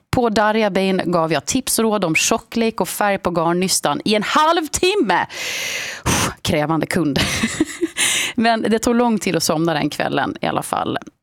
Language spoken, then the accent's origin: Swedish; Sweden; när kvinnan då i butiken förstod att vi var från Sverige